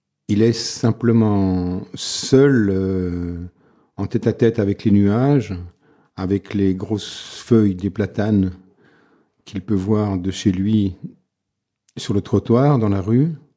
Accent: Le Creusot, Bourgogne-Franche-Comté, France; born there; je suis né au Creusot, qui est une petite ville qui a eu une heure de gloire dans la métallurgie au début du XXe siècle. J'habite en ce moment à 10 km de cette ville.

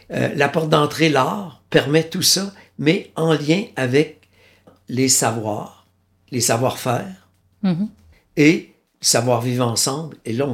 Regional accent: Wendake, Quebec, Canada; chez nous, à Wendake

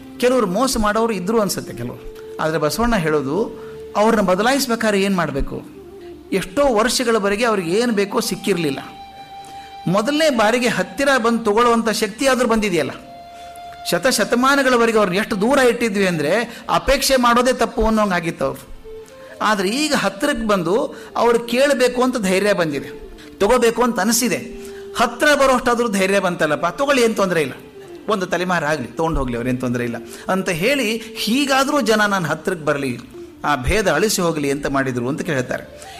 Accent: South India, India; ನಾನು ದಕ್ಷಿಣದವನು

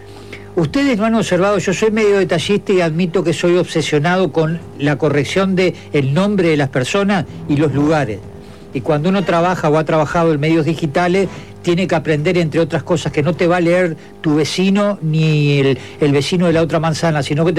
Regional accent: Argentina; Hace un rato vi un cartel en la vieja estación La Sierra, allá en mi pueblo, en Gregorio Henares.

